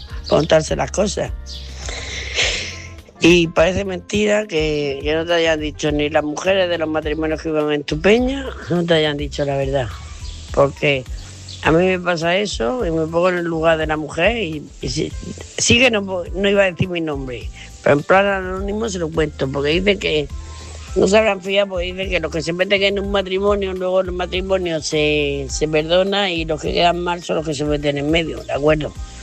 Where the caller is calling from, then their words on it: Murcia, Region of Murcia, Spain; de Murcia.